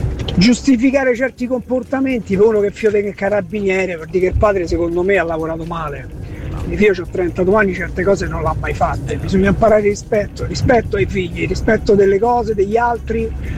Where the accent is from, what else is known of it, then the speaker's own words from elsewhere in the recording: Rome, Lazio, Italy; io vengo da Centocelle. Nella mia infanzia ho visto gente morire d'overdose